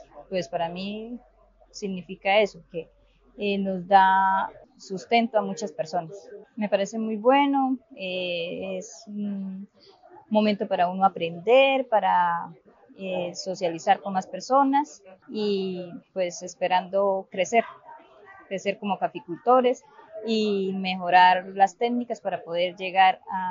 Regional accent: Valle de San José, Santander, Colombia; vengo del municipio del Valle San José.

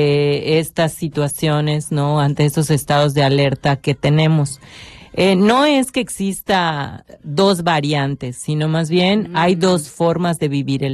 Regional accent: Yucatán, Mexico

